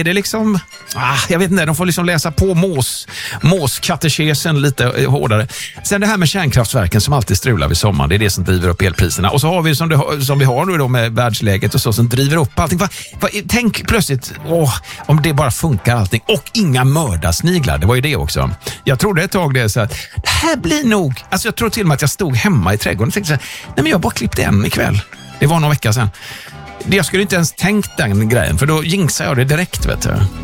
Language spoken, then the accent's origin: Swedish; Trollhättan, Västra Götaland County, Sweden; hemma i Trollhättan har liksom måsarna lagt ägg mitt inne på hustaken.